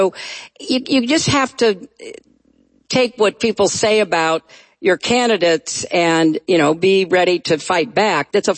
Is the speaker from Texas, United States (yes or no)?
no; New York, United States; But I'm not a Mainer. I'm a New Yorker.